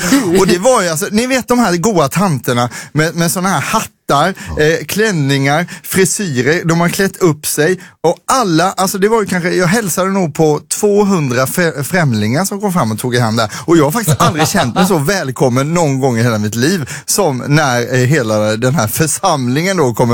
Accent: Sweden; som svensk vill man ju gärna kanske så här.

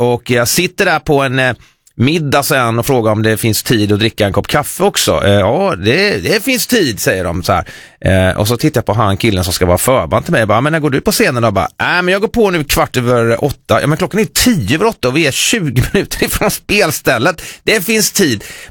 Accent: Sweden; Först får man lite panik som svensk när man kommer när ingenting fungerar.

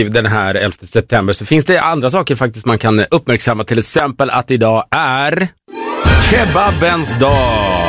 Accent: Kolsva, Västmanland County, Sweden; jag satt på den lokala pizzerian där jag är uppvuxen i Kålsvå

